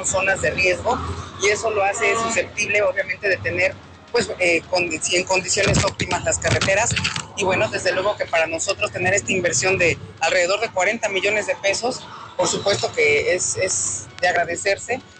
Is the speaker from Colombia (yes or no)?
no; Atlixco, Puebla, Mexico; nos da a los atlixquenses, nosotros orgullosos de poder contar con su apoyo